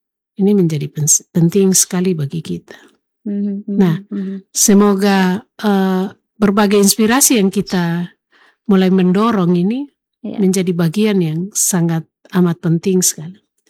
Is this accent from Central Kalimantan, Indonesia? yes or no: no; Papua, Indonesia; Kita orang Papua